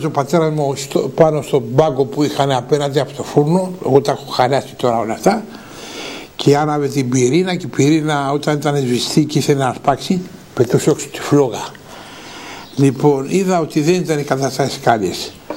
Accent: Chios, North Aegean, Greece; εμένα είμαι στο Τρίγωνο, εκεί γεννηθήκα εγώ, στον Κάτω Γυαλό.

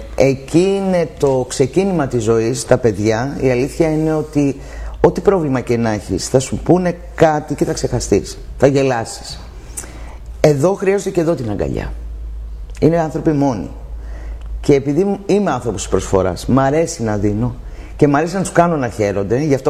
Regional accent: Athens, Attica, Greece; moved away as an adult; now in Kambochora, Chios, Greece; έχω γεννηθεί και έχω μεγαλώσει στην Αθήνα, στην Κεσαριανή.

